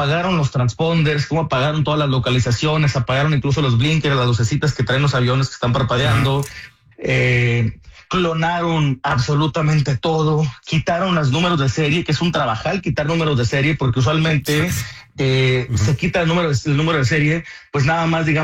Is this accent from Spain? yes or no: no; Mexico; Yo tengo mi terruño pues, sí, acá del otro, en una esquina de México.